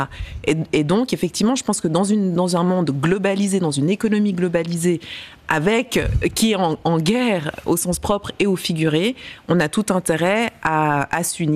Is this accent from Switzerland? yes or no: yes; Switzerland; Par rapport à quels enseignements on en retire nous en tant que Suisse, comment est-ce qu'on se positionne en tant que Suisse?